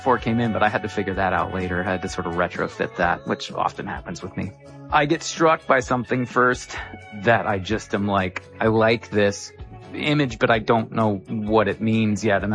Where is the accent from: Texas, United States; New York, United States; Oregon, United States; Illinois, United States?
Illinois, United States; It was growing up in Illinois.